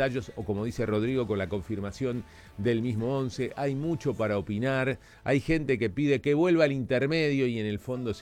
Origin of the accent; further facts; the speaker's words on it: Uruguay; así somos los uruguayos